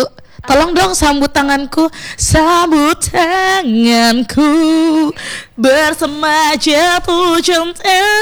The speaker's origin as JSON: {"language": "Indonesian", "region": "Java", "country": "Indonesia", "said": "aku orang Jawa."}